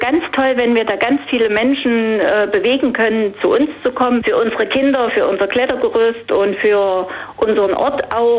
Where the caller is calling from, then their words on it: Hermsdorf, Thuringia, Germany